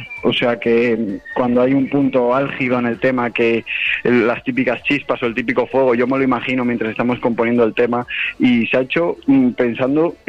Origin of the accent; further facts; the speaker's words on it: Coslada, Community of Madrid, Spain; yo soy de Madrid, soy de Coslada